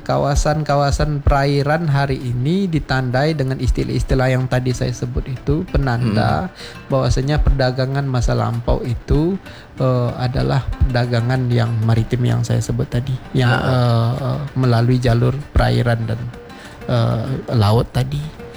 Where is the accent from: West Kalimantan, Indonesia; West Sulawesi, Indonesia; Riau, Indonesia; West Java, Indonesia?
Riau, Indonesia; mereka Sumatera Selatan, kita Riau, kira-kira gitu. Tapi kalau persoalan sejarah kita terikat satu sama lain, ya kita pasti akan mengatakan kita sama-sama orang Melayu